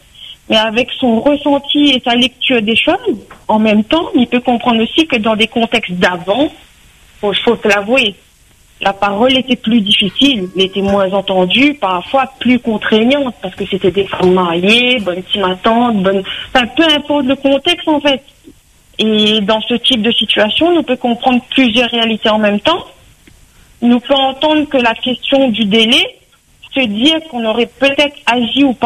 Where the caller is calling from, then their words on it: Réunion; nous, la réunion, nous a toujours vécu le vivre ensemble